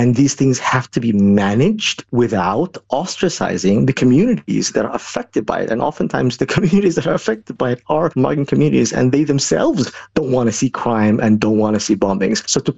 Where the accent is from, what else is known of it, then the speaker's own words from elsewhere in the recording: Malmö, Skåne, Sweden; parts of Europe, and I tell them I'm from Malmo. They're like, "Oh yeah, that's a very dangerous place."